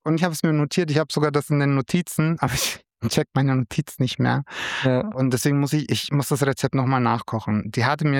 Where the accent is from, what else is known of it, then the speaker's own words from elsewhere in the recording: Rotenburg, Germany; Bei uns in Rotenburg, wo ich herkomme, da wird halt zu Weihnachten, ist dann überall so geschmückt, so mit Geschenkeboxen und alles.